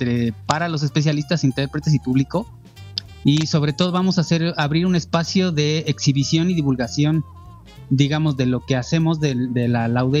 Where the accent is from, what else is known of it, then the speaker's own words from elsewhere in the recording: Veracruz, Mexico; yo soy orgullosamente jarocho también.